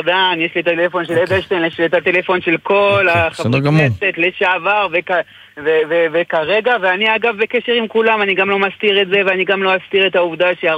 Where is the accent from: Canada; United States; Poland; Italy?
Canada; now in Israel; גדלנו בקנדה ודיברנו על הוקי, לא דיברנו על... לא ידענו בכלל מה זה וורלד קאפ, לא ידענו בכלל מה זה, אבל...